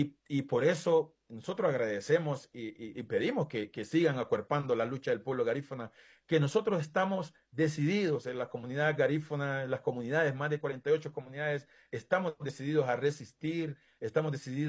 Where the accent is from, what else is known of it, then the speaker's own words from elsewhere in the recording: Iriona, Colón, Honduras; born there; moved away as an adult; also born or lived in United States; yo nací allá en Iriona